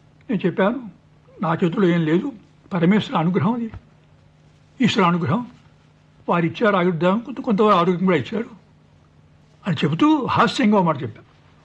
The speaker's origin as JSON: {"language": "Telugu", "town": "Machilipatnam", "region": "Andhra Pradesh", "country": "India", "tie": "born there", "also_born_or_lived": "his home village (unnamed)", "said": "అందువల్ల మచిలీపట్నం వచ్చాం. కాబట్టి మాధ్యమిక విద్య అంతా కూడా మచిలీపట్నంలో జరిగింది."}